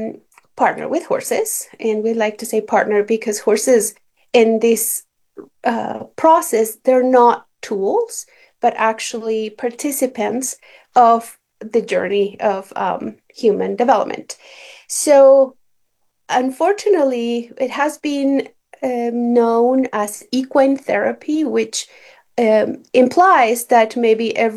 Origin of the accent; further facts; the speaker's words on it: Chile; English is a second language; now in United States; I did not speak English very well, but I could speak a horse. And so I was able to volunteer in their equestrian program, which it really opened up a huge realm of how horses can be part of human life